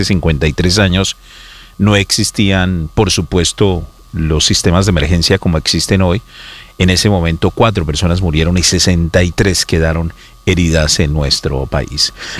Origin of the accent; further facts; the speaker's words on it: Colombia; que somos muchos los colombianos.